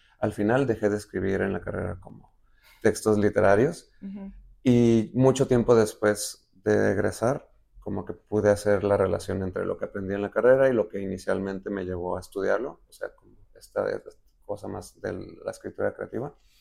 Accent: Tijuana, Baja California, Mexico; yo soy de Tijuana, allá está la Universidad de Baja California

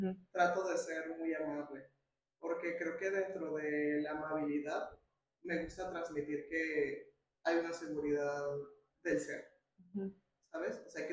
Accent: Guadalajara, Jalisco, Mexico; porque yo porque crecí en la Guadalajara

